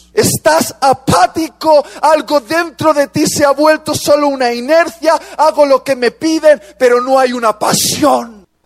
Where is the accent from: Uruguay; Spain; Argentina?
Spain; Soy español. Yo he sido educado en la iglesia para ser un perfecto moderado.